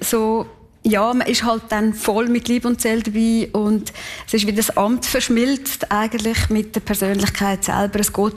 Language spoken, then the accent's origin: German; Kaltbrunn, St. Gallen, Switzerland; born or raised there